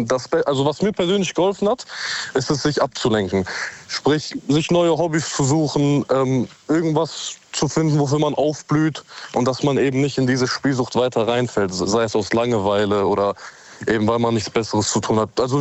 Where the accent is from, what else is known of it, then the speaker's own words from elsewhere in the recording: Recklinghausen, North Rhine-Westphalia, Germany; Ich komme gebürtig aus Recklinghausen.